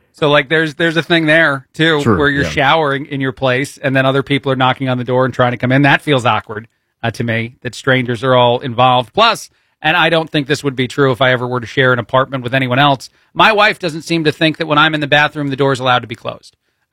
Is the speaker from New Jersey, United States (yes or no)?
yes; New Jersey, United States; born there; also born or lived in Chicago; And I'm not even originally from Illinois. I lived there for a long time. I lived in Chicago. I was born in New Jersey.